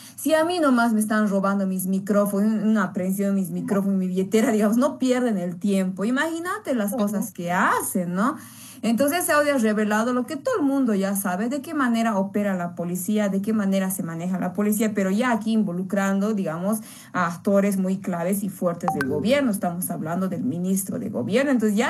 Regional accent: Bolivia

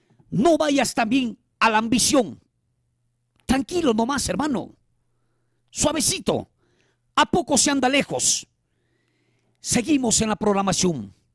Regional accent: Peru; Todos como peruanos contamos con un seguro gratuito que es el SIS.

